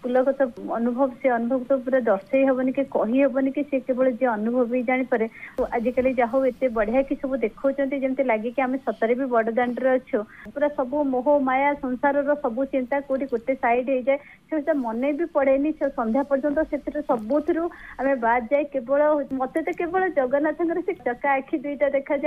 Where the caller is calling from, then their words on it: Bhubaneswar, Odisha, India; ଭୁବନେଶ୍ୱରରୁ କହୁଛି।